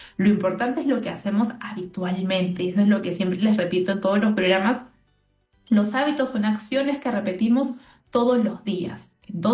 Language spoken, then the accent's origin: Spanish; Peru